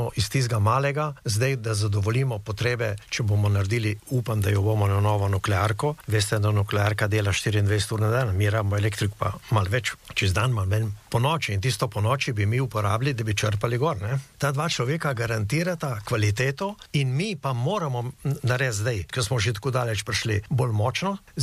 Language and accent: Slovenian; Slovenian Littoral, Slovenia; Primorci smo pa zato